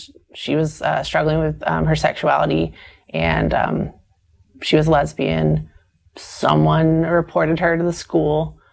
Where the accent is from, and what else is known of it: the South, United States; born or raised there